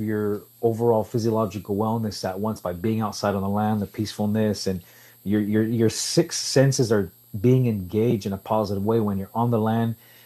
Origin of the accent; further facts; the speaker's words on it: Salt River, Arizona, United States; even just growing up in Salt River, I would hear elders kind of talk